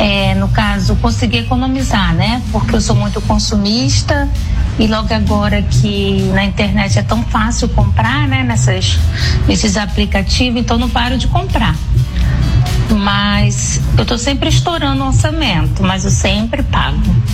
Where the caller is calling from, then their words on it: Caxias, Brazil; eu sou de Caxias.